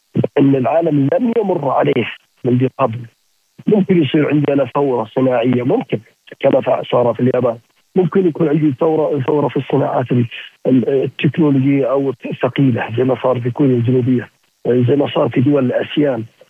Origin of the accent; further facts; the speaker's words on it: Saudi Arabia; حتى الرواتب تحسنت عندنا في المملكة العربية السعودية